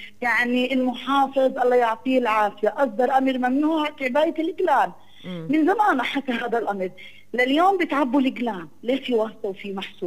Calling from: Nablus, West Bank, Palestine; عندنا في نابلس

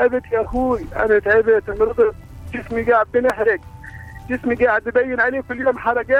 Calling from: Gaza, Gaza Strip, Palestine; أنا بحكي معك من غزة

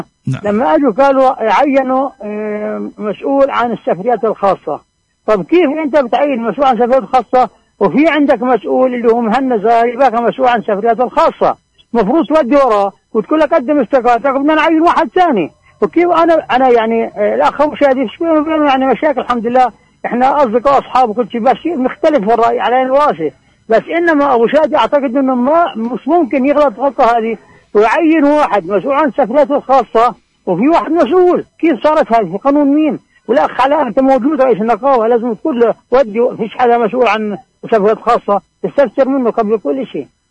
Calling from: Bethlehem, West Bank, Palestine; عندنا في بيت لحم

